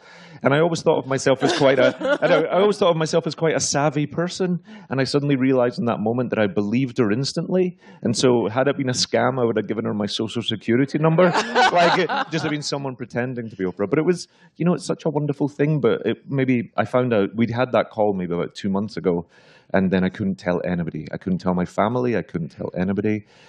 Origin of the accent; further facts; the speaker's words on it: Glasgow, Scotland, United Kingdom; But I grew up in Glasgow in the 80s, in a very sort of, in a neighborhood that was really affected by Thatcherism.